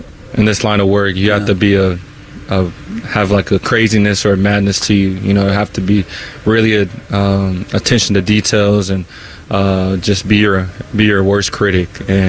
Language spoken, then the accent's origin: English; Texas, United States; moved away as an adult; I'm from Texas